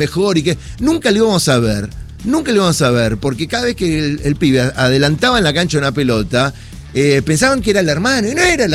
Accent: Spain; No, soy español.

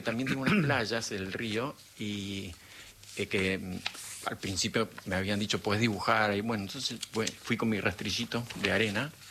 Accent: Bariloche, Río Negro, Argentina; also born or lived in El Manso; pasé de la escuela alemana de Bariloche, yo nací en Bariloche, a la Escuela Rural del Manso.

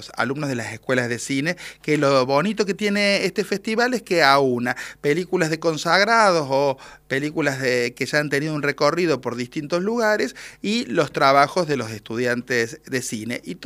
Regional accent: Córdoba, Argentina; van a representarnos a los cordobeses en uno de los festivales más importantes del mundo.

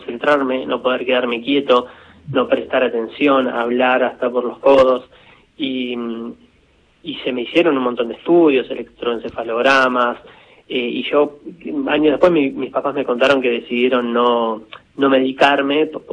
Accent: Lanús, Buenos Aires Province, Argentina; born there; sí, nací en Lanús en el 91.

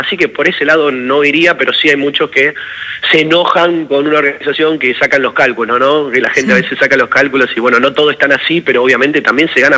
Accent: Argentina; nosotros como argentinos, o luego mismo los atletas argentinos

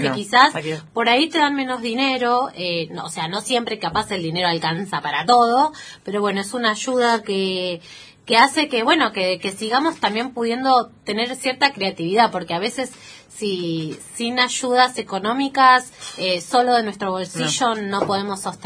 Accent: Bahía Blanca, Buenos Aires Province, Argentina; moved away as an adult; now in Buenos Aires, Argentina; yo soy de Bahía Blanca, y me fui a estudiar a Buenos Aires, y quedé en Buenos Aires

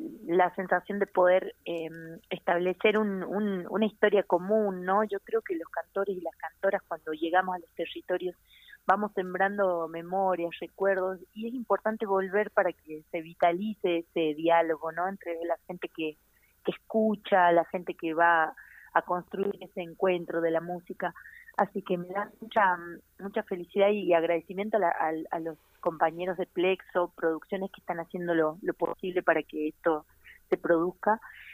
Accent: Catamarca, Argentina; en mi tierra, en Catamarca tenemos una relación con la tierra total.

